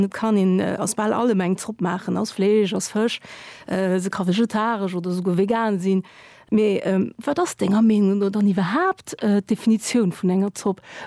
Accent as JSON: {"language": "Luxembourgish", "country": "Portugal", "said": "ich als Portugiesin"}